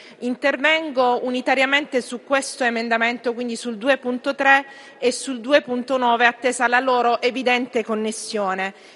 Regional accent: Taranto, Apulia, Italy; la mia terra.

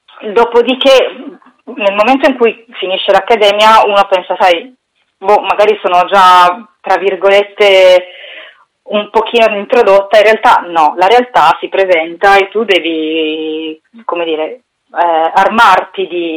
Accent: Milan, Lombardy, Italy; Io sono cresciuta a Milano.

